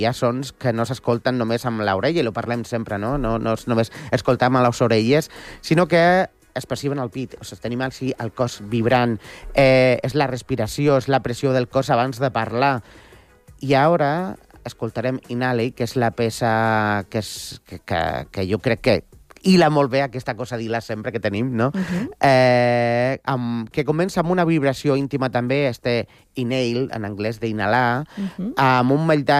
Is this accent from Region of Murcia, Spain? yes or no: yes; Cartagena, Region of Murcia, Spain; De fet, jo sóc de Cartagena i tenim la Unió a 8 quilòmetres